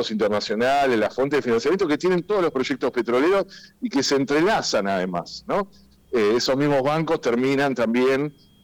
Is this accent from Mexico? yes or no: no; Argentina